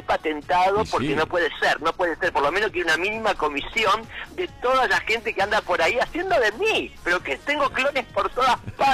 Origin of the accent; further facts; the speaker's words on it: Argentina; somos todos argentinos, y en este mes del mundial más argentinos que nunca, somos todos argentinos.